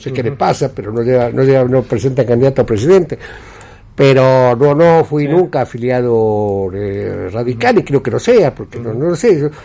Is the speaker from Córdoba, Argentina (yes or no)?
no; Santa Fe, Argentina; Venimos todos de la Pampa Gringa.